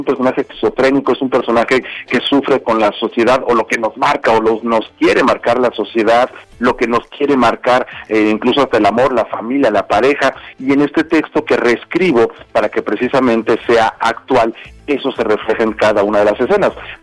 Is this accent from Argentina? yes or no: no; Mexico; porque nosotros como mexicanos, tú lo sabes, hay una desgracia y a los 5 minutos ya sacamos un chiste